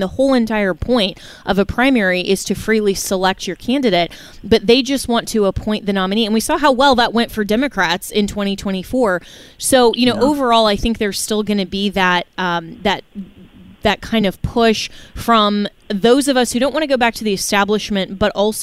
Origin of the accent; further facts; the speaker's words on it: Florida, United States; my home state of Florida